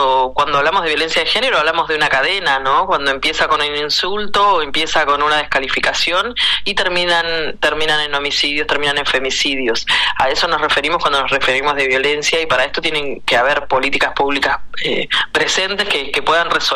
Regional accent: Argentina; nuestra historia como argentinos, como argentinas.

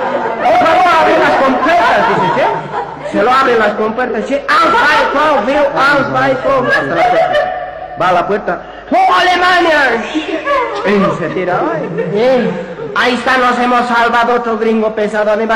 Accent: Bolivia

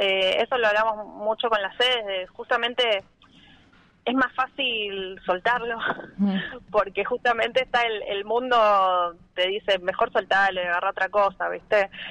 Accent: Buenos Aires, Argentina; moved away as an adult; now in Bariloche, Argentina; Yo estoy viviendo acá en Bariloche hace casi 20 años y soy oriunda de Buenos Aires

